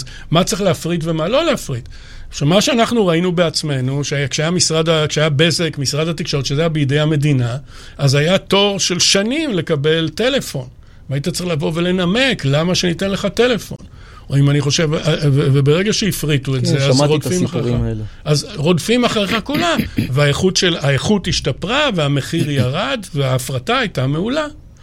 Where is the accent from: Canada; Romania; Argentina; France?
Romania; now in Israel; והשמחה הגדולה היא שבסוף תלו אותו, אבל אז אנחנו ברחנו מרומניה.